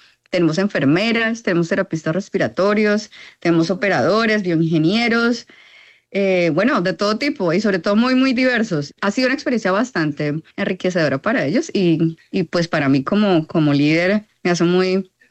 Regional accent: Neiva, Huila, Colombia; now in Boston, United States; Yo soy de Neiva, huilense. Lo conozco en Boston en el 2007

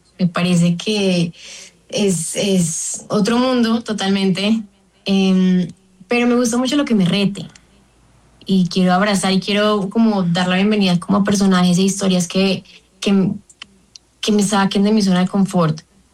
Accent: Medellín, Antioquia, Colombia; moved away as an adult; also born or lived in Durban, South Africa / Cape Town, South Africa; now in Bogotá, Colombia; estuve en Ciudad del Cabo también un tiempo, cinematografía. Y me devolví y crecí en Medellín con mi mamá.

